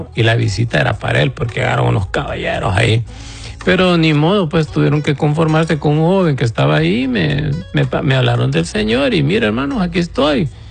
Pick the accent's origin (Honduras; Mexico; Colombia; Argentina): Honduras; como decimos en Honduras